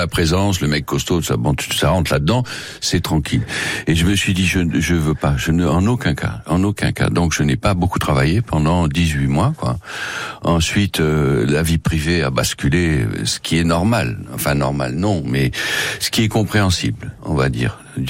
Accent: France; on est français

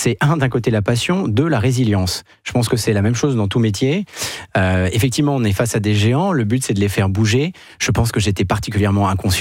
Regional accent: France; parce qu'on est français

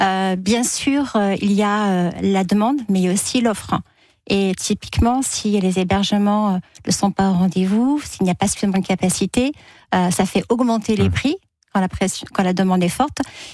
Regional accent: Brittany, France; je suis bretonne

